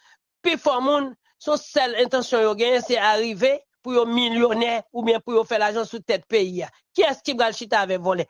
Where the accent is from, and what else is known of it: Haiti